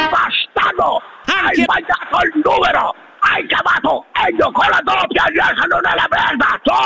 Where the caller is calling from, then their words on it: Reggio Emilia, Emilia-Romagna, Italy; Sono di Reggio Emilia! Sopra Reggio Emilia!